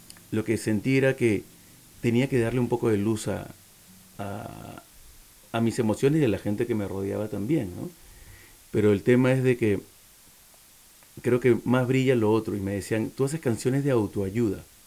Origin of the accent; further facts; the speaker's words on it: Peru